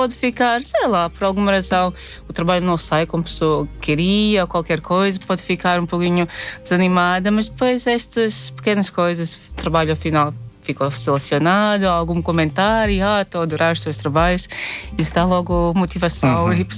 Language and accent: Portuguese; Madona, Madona Municipality, Latvia; now in Portugal; em Madona, na minha cidade natal.